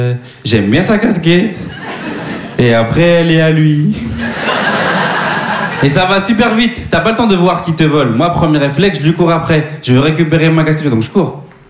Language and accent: French; Bordeaux, Nouvelle-Aquitaine, France; now in Paris, France; Moi, je suis pas d'ici, moi, je suis de Bordeaux. Je découvre Paris petit à petit.